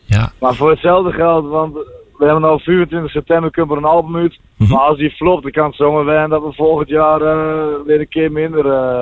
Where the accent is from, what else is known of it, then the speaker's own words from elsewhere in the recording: Wolvega, Friesland, Netherlands; accent: Stellingwerfs; Uit de Stellingwarf bij Wolvenga